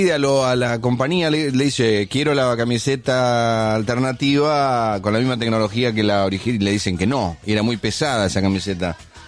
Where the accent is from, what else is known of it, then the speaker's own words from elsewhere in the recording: Argentina; No, estamos sufriendo, hay que sufrir. Somos argentinos, sufrimos, y a la miércoles.